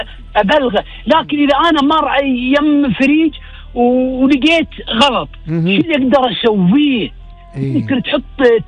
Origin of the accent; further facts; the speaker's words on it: Kuwait; إحنا كويتيين نعتبر عائلة واحدة